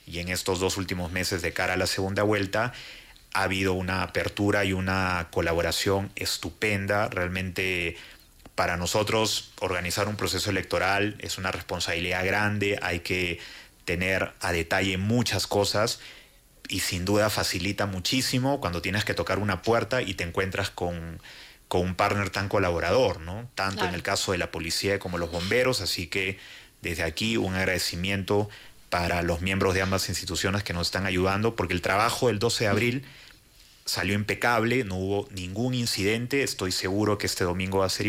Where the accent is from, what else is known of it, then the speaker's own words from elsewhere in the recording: Peru; now in Ecuador; Y yo como peruano